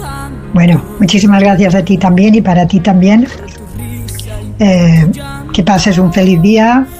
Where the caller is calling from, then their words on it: Gandia, Valencian Community, Spain; Soy … de Gandía.